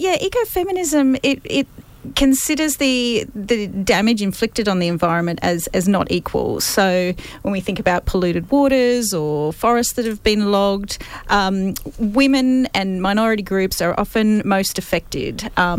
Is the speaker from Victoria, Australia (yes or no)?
no; Queensland, Australia; I grew up in Queensland myself, in the southern end of the Great Barrier Reef.